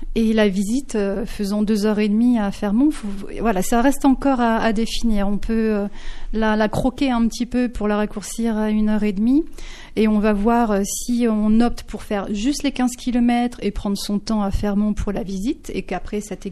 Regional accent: Longwy, Grand Est, France; born there; je suis née à Longwy, en fait, et mon papa est du terroir. Donc, il est né à Beauvais, mon papa.

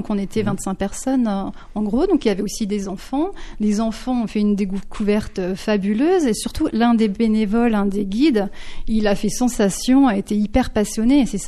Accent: Longwy, Grand Est, France; born there; je suis née à Longwy, en fait, et mon papa est du terroir. Donc, il est né à Beauvais, mon papa.

